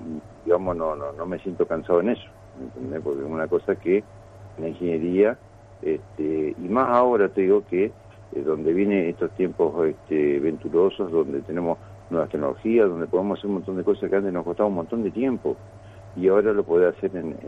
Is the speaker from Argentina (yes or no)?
yes; Argentina; nosotros, ¿cierto?, como sociedad argentina